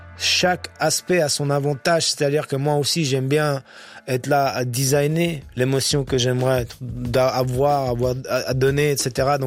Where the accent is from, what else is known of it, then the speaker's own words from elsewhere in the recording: Paris, Île-de-France, France; c'était vraiment moi, je suis parisien et lui il est marseillais déjà